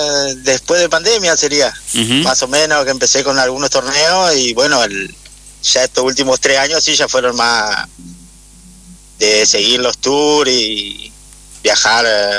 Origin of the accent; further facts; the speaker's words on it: Paraná, Entre Ríos, Argentina; born there; now in Victoria, Argentina; Estoy hace 11, 12 años acá en Victoria.